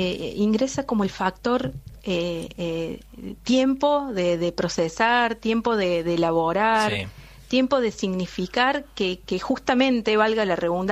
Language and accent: Spanish; Argentina; acá obviamente nos une como argentinos